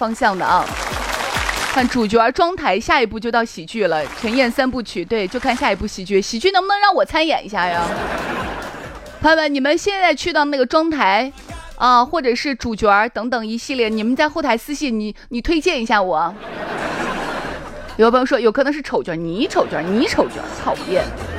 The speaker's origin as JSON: {"language": "Chinese", "region": "Shaanxi", "country": "China"}